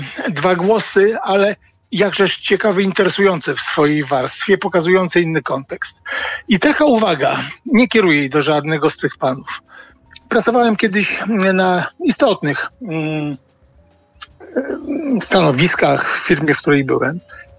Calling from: Gdańsk, Pomeranian Voivodeship, Poland; jakkolwiek jeszcze jestem gdańszczaninem i niekiedy tam przyjeżdżam

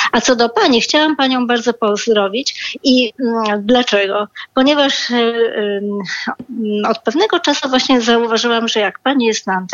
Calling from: Łódź, Łódź Voivodeship, Poland; ja dzwonię z Łodzi. Przez jakiś czas nawet mieszkałam chyba na tym samym, w tej samej dzielnicy, co pan Jarek Papis, był na Bałutach.

